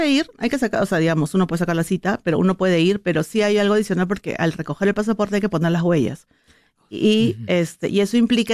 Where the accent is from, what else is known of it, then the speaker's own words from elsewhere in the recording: Peru; moved away as an adult; nosotros que somos peruanos, las montañas nos encantan.